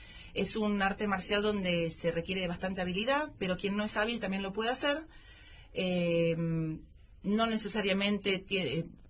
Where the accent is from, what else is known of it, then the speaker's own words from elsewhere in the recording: Buenos Aires, Argentina; now in San Rafael, Argentina; Soy de Buenos Aires, entrené toda mi vida en Capital Federal.